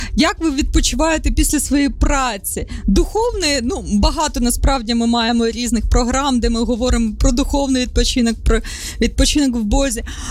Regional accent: Sumy, Sumy Oblast, Ukraine; now in Kyiv, Ukraine; я виросла в місті Суми

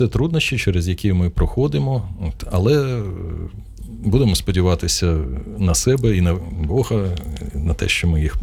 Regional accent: Kyiv, Ukraine; Ні, Київ – це моє рідне місто, улюблене місто. І, звісно, що я щасливий, що народився і живу в Києві. Хоча я подорожував багато, але завжди повертався до Києва і щасливий цим.

